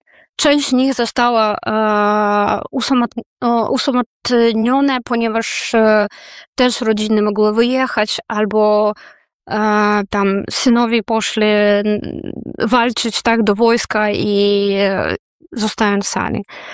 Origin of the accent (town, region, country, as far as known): Odesa, Odesa Oblast, Ukraine